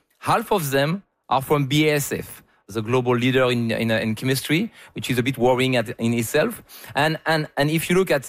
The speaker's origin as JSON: {"language": "English", "country": "France", "said": "I come from France. We have 20 times more ocean in terms of economic zone in France than we have land."}